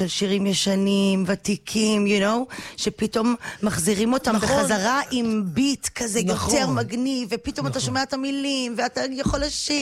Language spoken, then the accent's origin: Hebrew; Holon, Tel Aviv District, Israel; also born or lived in California; אומייגאד, אני גדלתי בחולון עד גיל 5.